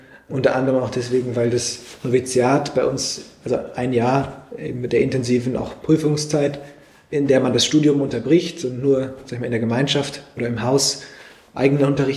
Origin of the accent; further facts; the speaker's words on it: Schwerin, Mecklenburg-Vorpommern, Germany; moved away as an adult; also born or lived in Dresden; now in Neuzelle, Germany; bin geboren in Schwerin am 15. März 2001, dort aufgewachsen, zur Schule gegangen, Abitur gemacht und dann über einen Umweg über Dresden hier nach Neuzelle gekommen